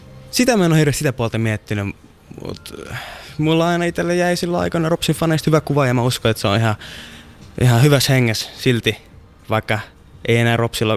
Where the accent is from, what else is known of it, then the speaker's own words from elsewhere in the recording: Rovaniemi, Lapland, Finland; Tämä on mun kotikaupunki kuitenkin ja just niin kuin sanoin, että täällä aloittanut silloin futiksen aikoinaan ja pelannut täällä paljon pelejä